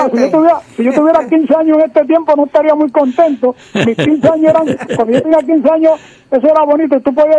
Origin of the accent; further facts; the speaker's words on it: Carolina, Puerto Rico; born there; Qué bonito, qué hermoso el pueblo de nosotros. Pero lo que pasa es que ahora es el tuyo porque tú eres joven. Pero cuando era mi pueblo, era tipo español, de casas bonitas, de balcones y adoquines de madera, lindo y precioso que era